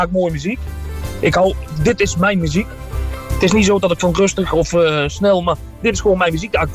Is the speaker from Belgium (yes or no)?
no; Tiel, Gelderland, Netherlands; moved away; Ik kom oorspronkelijk uit Tiel